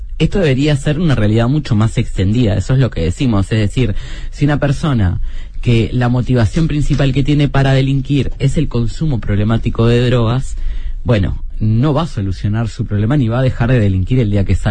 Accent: Uruguay

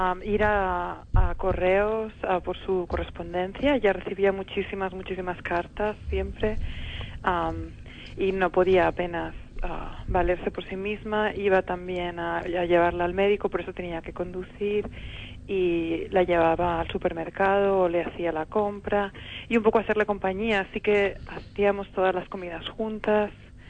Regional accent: Madrid, Community of Madrid, Spain; yo habiendo crecido en Madrid y siendo española

